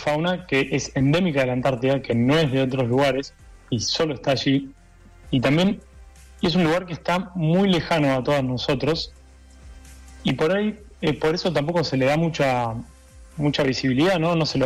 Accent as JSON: {"language": "Spanish", "region": "Buenos Aires Province", "country": "Argentina", "said": "Somos de la costa de Buenos Aires."}